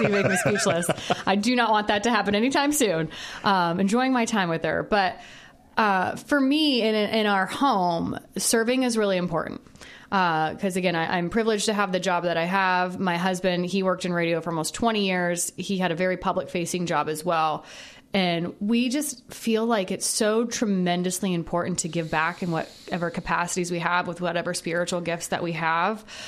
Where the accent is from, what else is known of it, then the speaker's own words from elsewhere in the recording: Pennsylvania, United States; We've been transplants. I'm originally from Pennsylvania.